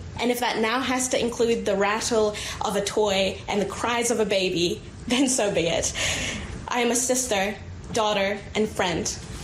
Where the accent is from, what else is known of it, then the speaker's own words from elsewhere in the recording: Malaysia; now in New Zealand; Another string that attaches me to my home country. Another form of proof that, yes, I am still connected to Malaysia, even though I no longer live there.